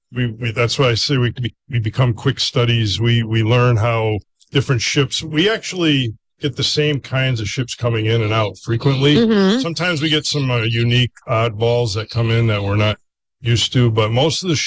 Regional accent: Syracuse, New York, United States; also born or lived in Detroit; I'm from upstate New York. I'm from Syracuse.

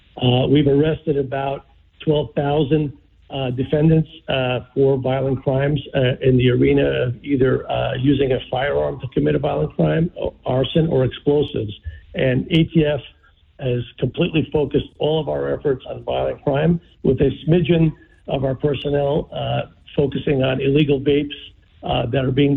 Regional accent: New York City, New York, United States; I grew up in New York City

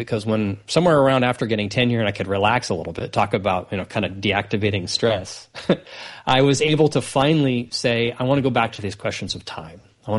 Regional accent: Topeka, Kansas, United States; moved away as an adult; So I grew up in Kansas. I was born and raised in Topeka, Kansas.

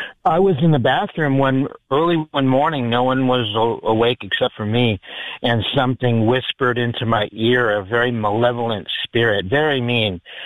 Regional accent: Chesapeake, Virginia, United States; now in San Diego, United States; I grew up in a place called Chesapeake, Virginia. More specifically, Great Bridge, Virginia.

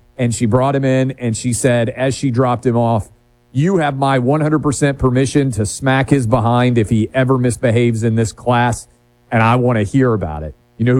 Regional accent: New York City, New York, United States; This is where growing up in New York City

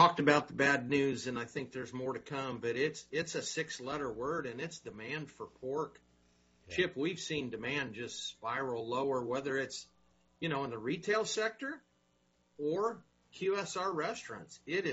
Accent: Iowa, United States; I went to my hometown grocer here in Eastern Iowa.

